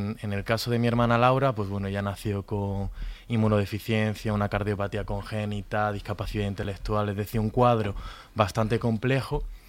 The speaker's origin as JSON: {"language": "Spanish", "town": "Granada", "region": "Andalusia", "country": "Spain", "said": "Yo soy de Granada, ¿no?"}